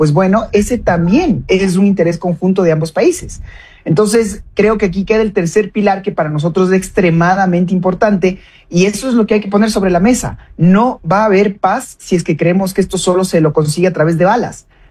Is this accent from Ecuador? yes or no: yes; Ecuador